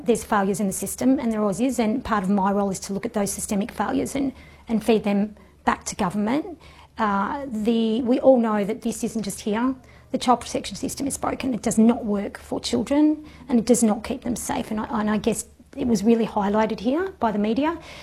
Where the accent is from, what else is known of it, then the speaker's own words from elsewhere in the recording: Melbourne, Victoria, Australia; So I'm from Melbourne